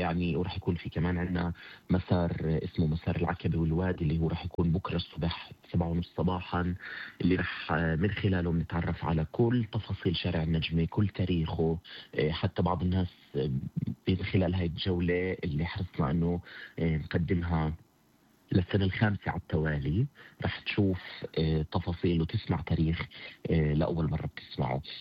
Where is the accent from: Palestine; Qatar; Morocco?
Palestine; لإلنا كفلسطينيين